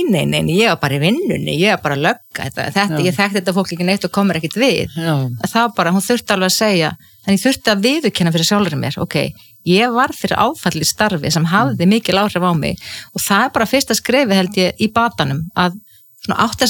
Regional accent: Ísafjörður, Westfjords, Iceland; ég óttaðist sjóin sem kannski líka tengist því að ég alveg upp á Ísafirði þar sem voru tíð sjóslis og menn drukknuðu

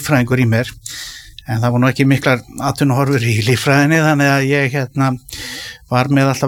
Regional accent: Kópavogur, Capital Region, Iceland; Sko, ég er nú, sko, ég er Kópavogsbúi og hérna var í MK á sínu tíma

